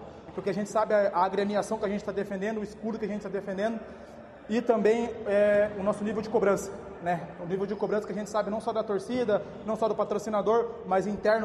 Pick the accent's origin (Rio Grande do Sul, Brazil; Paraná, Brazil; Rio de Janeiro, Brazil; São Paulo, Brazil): Paraná, Brazil; Pato Branco; Sou de Pato Branco, Zona Sul, Pinheirinho. Criado e abençoado aqui, nascido no São Lucas ali.